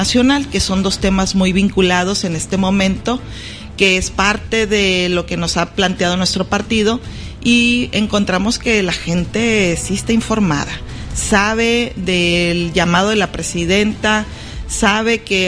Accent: Chametla, Sinaloa, Mexico; Yo soy de Chametla, un campo pesquero del sur de Sinaloa.

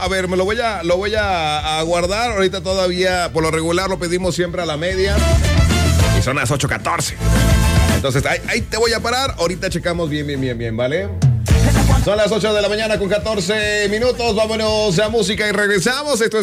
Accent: Mexico; pero nosotros como mexicanos, 100% mexicanos, las llegamos a decir.

